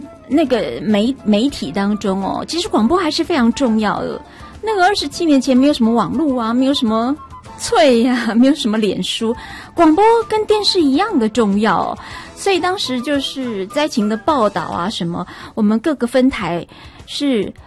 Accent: Taiwan; 所以我们台湾人就是也是处变不惊啊

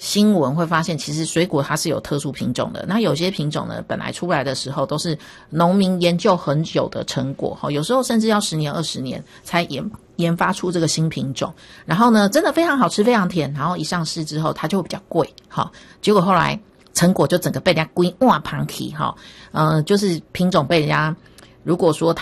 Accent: Taiwan; 那我们台湾这边凤梨世家也是一样

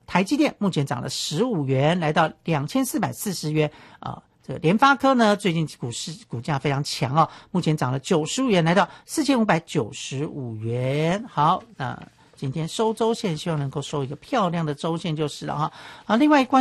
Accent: Taiwan

